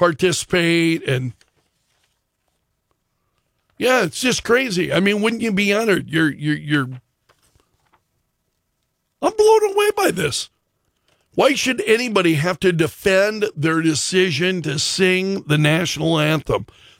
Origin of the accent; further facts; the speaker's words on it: Sioux Falls, South Dakota, United States; born there; I was at the old Hayward Elementary School in Sioux Falls during America's bicentennial.